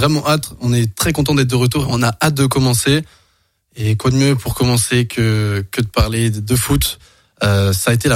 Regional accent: Lyon, Auvergne-Rhône-Alpes, France; Et on en veut un peu, en tant que Lyonnais, on en veut un peu à l'arbitre

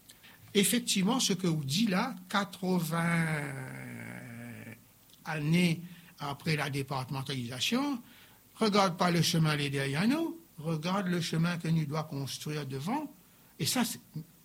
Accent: Réunion

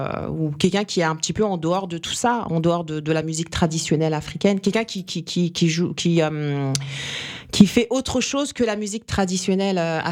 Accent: France; moi, je suis française

